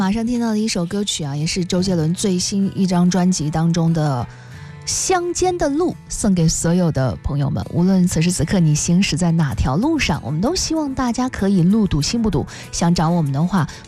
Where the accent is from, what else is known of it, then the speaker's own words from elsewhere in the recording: northern China, China; 但是真的作为北方人来说